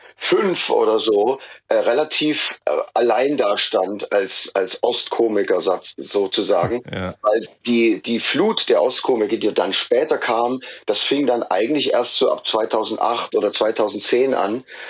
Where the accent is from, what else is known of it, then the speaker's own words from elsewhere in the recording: East Germany, Germany; Weil ich als Ossi die Stimme erhebe und einfach versuche, auch als Stimme des Ostens sozusagen laut zu sein